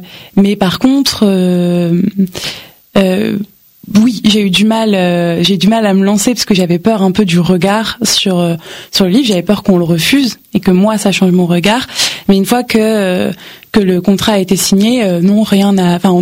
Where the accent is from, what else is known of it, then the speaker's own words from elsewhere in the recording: Lille, Hauts-de-France, France; moved away; dans le Nord, dans ma région natale.